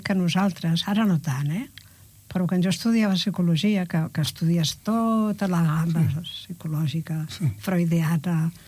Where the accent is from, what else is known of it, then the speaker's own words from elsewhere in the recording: Catalonia, Spain; Aleshores, com que jo soc de zona de Lleida, tossuda i tal